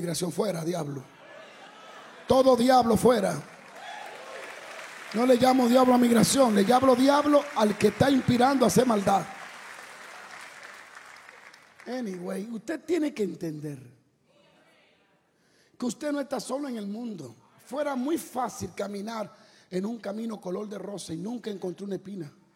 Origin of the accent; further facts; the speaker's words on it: Dominican Republic; Yo llegaba a El Salvador y me quitaba el reloj. Pop, pop, pop, pop, pop. Yo soy dominicano.